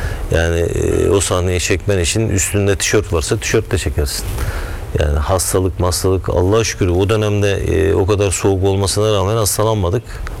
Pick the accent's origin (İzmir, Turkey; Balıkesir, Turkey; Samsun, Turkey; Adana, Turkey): Balıkesir, Turkey; Burhaniye; benim memleketim, ben Burhaniye, Balıkesir Burhaniye'liyim ben.